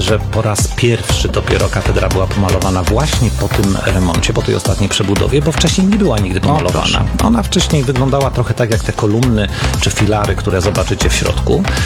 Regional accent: Płock, Masovian Voivodeship, Poland; u nas w Płocku

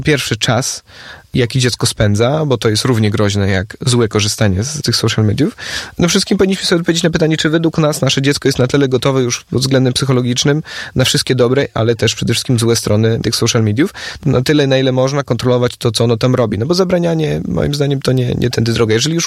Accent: Warsaw, Masovian Voivodeship, Poland; Ja jestem z Warszawy

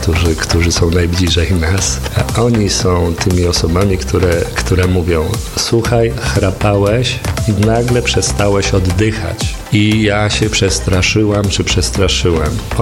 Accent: Warsaw, Masovian Voivodeship, Poland; born there

